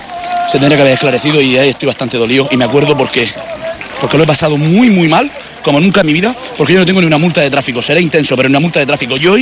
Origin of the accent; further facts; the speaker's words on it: Murcia, Region of Murcia, Spain; soy de Churras, Murcia, y de un barrio